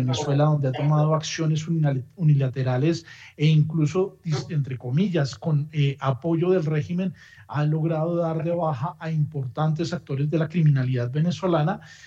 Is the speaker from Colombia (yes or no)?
yes; Colombia